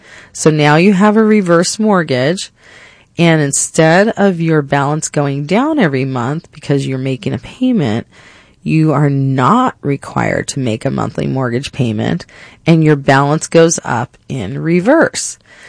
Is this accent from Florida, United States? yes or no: no; Phoenix, Arizona, United States; I'm actually a Phoenician. I'm from Arizona, and I've been, went to NAU.